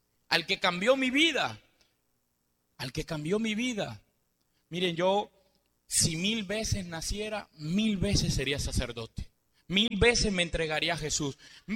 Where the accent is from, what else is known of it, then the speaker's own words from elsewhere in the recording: Panama; moved away; A mí me parece estar allá en mi tierra también, bailando. Así mismo es como se baila el Señor allá en Panamá.